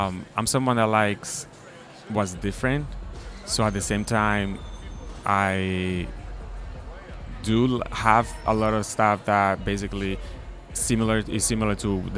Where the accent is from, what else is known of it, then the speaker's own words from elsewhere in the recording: Dominican Republic; now in Washington, D.C., United States; I grew up in the Dominican Republic.